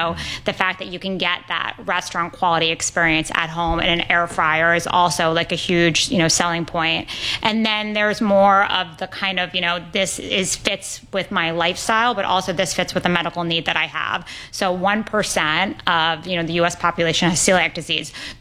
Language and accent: English; New York City, New York, United States; I grew up in New York City. My family owned restaurants, and from a very early age, I was a foodie.